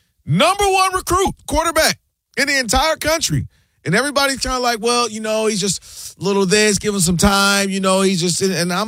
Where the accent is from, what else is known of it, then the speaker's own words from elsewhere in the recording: Ann Arbor, Michigan, United States; I told you, I'm from Ann Arbor.